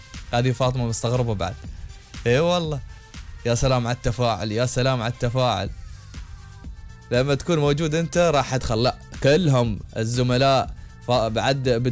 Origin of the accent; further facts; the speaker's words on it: United Arab Emirates; ونفتخر أمانة أن نحن من الإمارات.